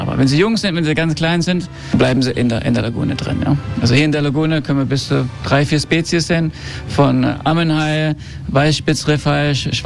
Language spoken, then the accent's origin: German; Ibiza, Balearic Islands, Spain; Genau, ich bin in Ibiza geboren und aufgewachsen. Ich habe noch nie in Deutschland gelebt, aber meine Eltern kamen aus Stuttgart.